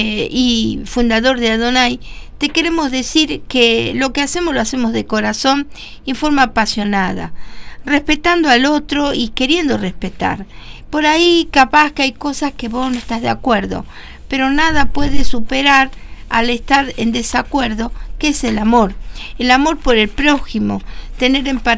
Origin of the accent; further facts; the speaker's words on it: Argentina; también reclamamos como ciudadanos argentinos